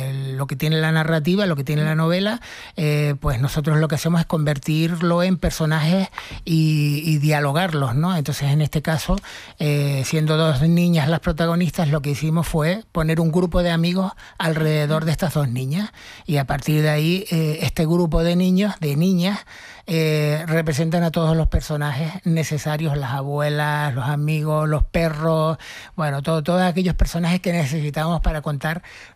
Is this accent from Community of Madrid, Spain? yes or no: no; Tejina, Canary Islands, Spain; Entonces yo, en mi pueblo, en Tejina, en el que nací, me acuerdo de Armandito, de que tenía un supermercado